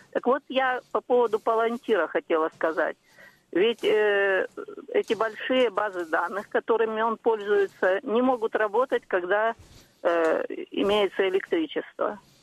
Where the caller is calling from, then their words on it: Khabarovsk, Khabarovsk Krai, Russia; я звоню из Хабаровска.